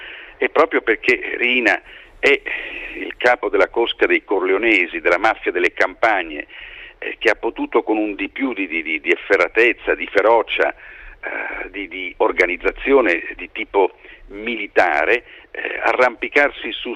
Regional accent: Milan, Lombardy, Italy; da milanese, quindi un po' scettico

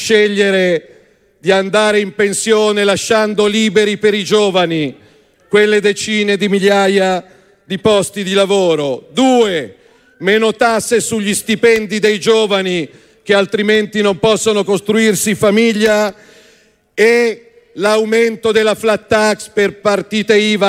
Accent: Milan, Lombardy, Italy; da milanese spero dall'anno prossimo di essere amministrato da un sindaco che conosce quartiere per quartiere

